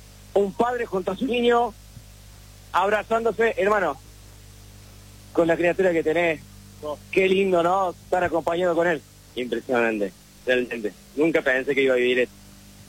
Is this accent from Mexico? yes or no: no; Santiago Temple, Córdoba, Argentina; vengo de la localidad de Santiago Temple.